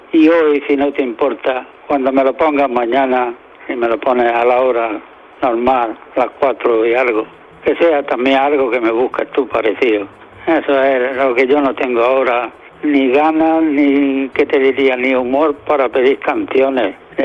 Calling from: Almuñécar, Andalusia, Spain; de Almuñécar.

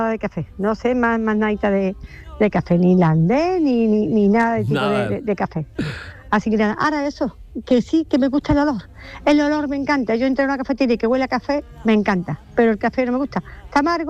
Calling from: Carmona, Andalusia, Spain; de Carmona.

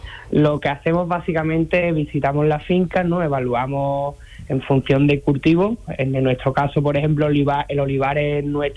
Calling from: Seville, Andalusia, Spain; No, yo vivo en Sevilla.

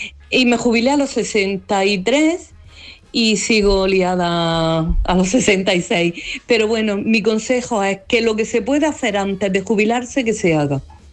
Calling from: Granada, Andalusia, Spain; de Granada.

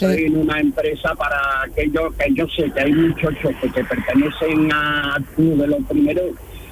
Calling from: Seville, Andalusia, Spain; Pues mira, yo soy de Sevilla, Sevilla capital, del barrio de Triana.

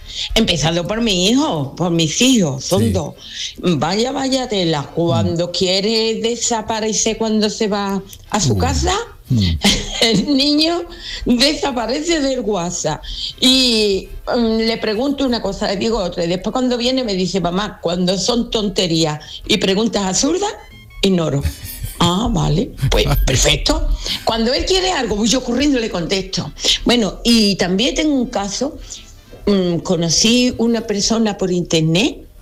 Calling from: Dos Hermanas, Andalusia, Spain; de Dos Hermanas.

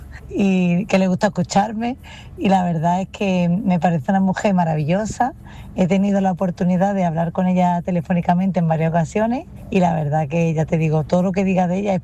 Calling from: Málaga, Andalusia, Spain; de Málaga.

